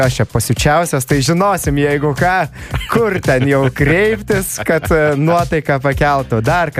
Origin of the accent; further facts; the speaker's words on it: Pivašiūnai, Alytus County, Lithuania; taip mes iš Alitaus abu krašto, aš iš Pivašių